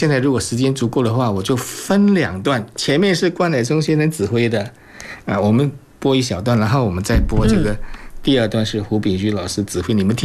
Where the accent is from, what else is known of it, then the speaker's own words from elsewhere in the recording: Singapore; 因为他是印尼华侨，我是新加坡华侨嘛，我们会说一些土话啦。